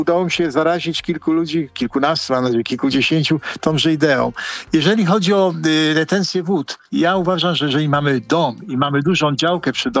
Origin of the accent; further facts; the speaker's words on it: Greater Poland Voivodeship, Poland; tym bardziej, że jestem wielkopolaninem. Jakbym powiedział, że nie oszczędzam, to bym występował w rodzinie mojego regionu.